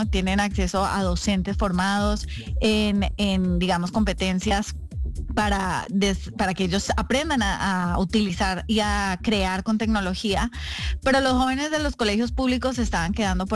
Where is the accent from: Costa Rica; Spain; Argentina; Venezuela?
Costa Rica; also born or lived in Medellín, Colombia / New York, United States; Yo soy originalmente de Medellín, nacida en Medellín, pero me fui a Costa Rica cuando tenía 2 años casi por la violencia que había en Medellín en esa época. Mis papás decidieron salir del país. Me crié en Costa Rica